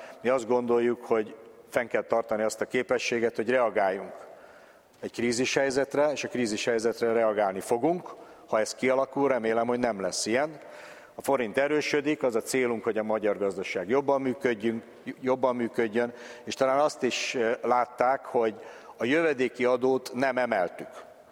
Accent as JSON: {"language": "Hungarian", "country": "Hungary", "said": "erre mint magyarok azért valamennyire büszkék lehetünk"}